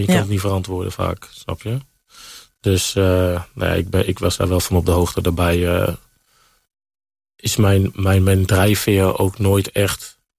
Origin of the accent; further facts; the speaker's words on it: Utrecht, Netherlands; Ik ben opgegroeid in een kansarme wijk. Ik ben geboren in Overweg, opgegroeid in de betonbuurt en in Ondiep in Utrecht.